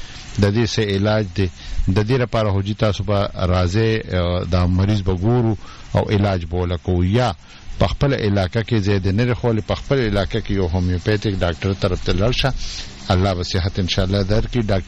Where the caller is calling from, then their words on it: Peshawar, Khyber Pakhtunkhwa, Pakistan; زه د پېښور نه … يم